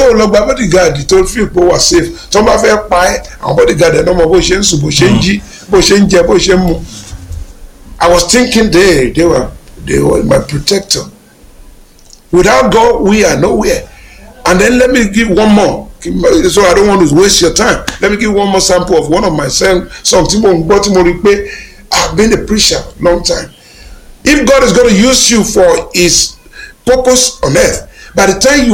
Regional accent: Nigeria; moved away as an adult; also born or lived in France; now in England; I'm a Bekuta Negro. Because I'm from Nigeria, I'm not American Negro.

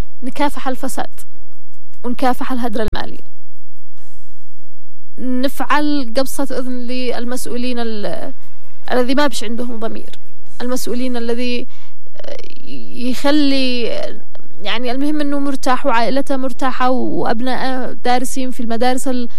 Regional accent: Yemen; احنا كشعب يمني

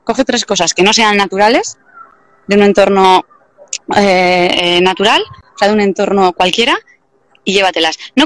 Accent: Deba, Basque Country, Spain; born there; la familia es yo nací en Deva y casi todo el tiempo lo estoy en Zumaya

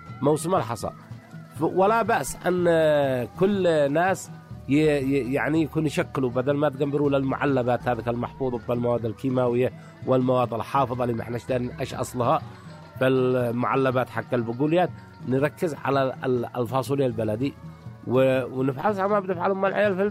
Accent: Yemen; الذي عندنا في القرية، الذي عندنا في السوق الشعبي، الذي عندنا في عواصم المحافظات، والذي عندنا في صنعاء

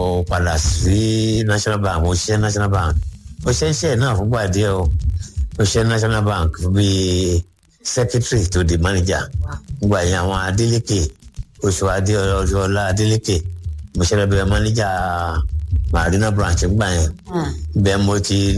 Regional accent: Ibadan, Oyo, Nigeria; ibadan ni mi ya mi ibadan baba mi ibadan

